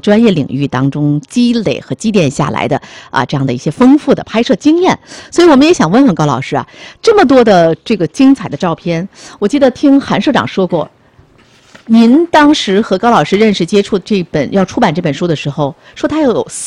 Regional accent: Tianjin, China; 我们土生土长的天津人

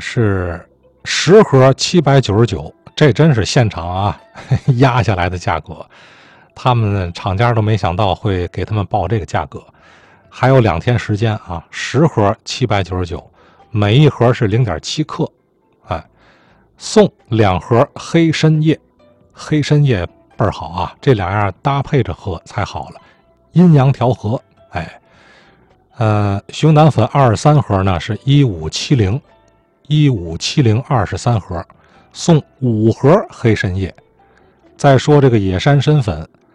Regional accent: Tianjin, China; 我们天津人

